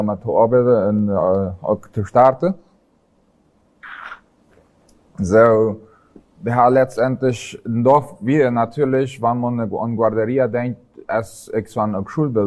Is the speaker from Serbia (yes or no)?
no; Filadelfia, Boquerón, Paraguay; Ich bin ein Assenzianer Bauer, aber die letzten Teile sind einfach hier in Philadelphia abgewachsen. Und ja, meine Kindheit und Jugend hier verlebt.